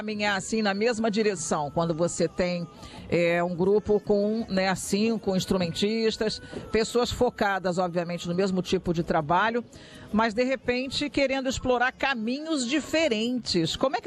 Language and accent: Portuguese; Brasília, Federal District, Brazil; Eu lembro da Aruque, eu sou brasiliense, olha, veja você, brasiliense.